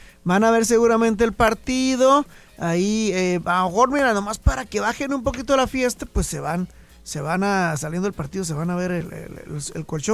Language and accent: Spanish; Mexico; como mexicanos que somos, o bueno, como en Chicali